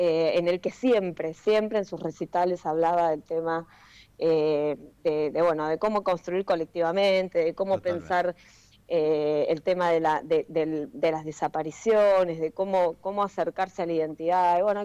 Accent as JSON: {"language": "Spanish", "country": "Argentina", "said": "estamos atravesando como argentinos y argentinas"}